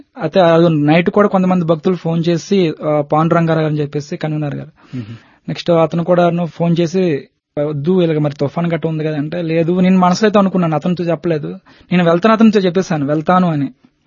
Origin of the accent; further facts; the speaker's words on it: Srikakulam district, Andhra Pradesh, India; moved away as an adult; now in Visakhapatnam, India; యాక్చువల్గా మాది శ్రీకాకుళం డిస్ట్రిక్ట్ కోడుమల్ల మండలం. అక్కడ నుంచి నా చదువంతా అయింది. తర్వాత నా ఉద్యోగ రీత్యా విశాఖపట్నం 97లో రావడం జరిగింది. అక్కడ నుంచి విశాఖపట్నంలో స్థిరపడడం జరిగింది.